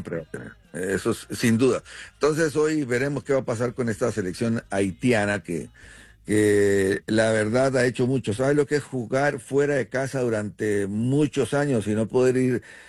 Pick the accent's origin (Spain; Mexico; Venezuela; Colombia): Mexico; Somos centroamericanos, somos mexicanos y somos de esta zona del mundo que también tiene cosas por eso.